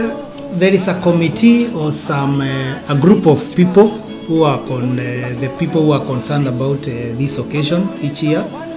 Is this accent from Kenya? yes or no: yes; Kenya; accent: Kenyan; moved away as an adult; now in Ireland; I'm from Kenya. I've been in Ireland for a period of nearly three years now.